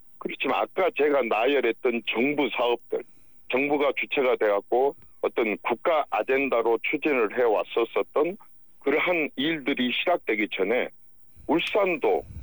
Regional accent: Honam, South Korea; 호남 출신 정치인으로 사고 싶은 얘기가 있습니다.

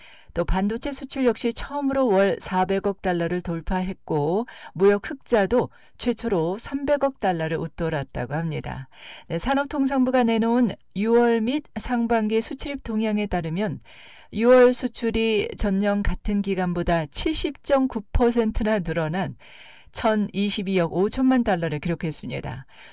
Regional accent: South Korea; now in United States; 미국에 살고 있는 한국인으로서는

